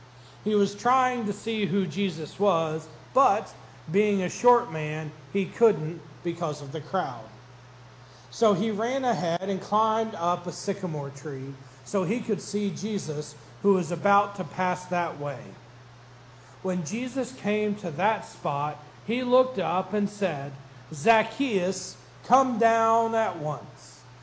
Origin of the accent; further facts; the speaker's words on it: Frankfort, Kentucky, United States; I grew up in Frankfort, Kentucky. That would be the capital. I grew up there